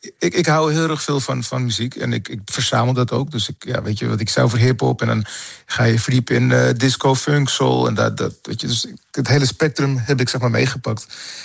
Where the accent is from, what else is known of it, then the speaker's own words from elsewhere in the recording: Amsterdam, North Holland, Netherlands; born there; Dus ik ben wel hier geboren in Amsterdam.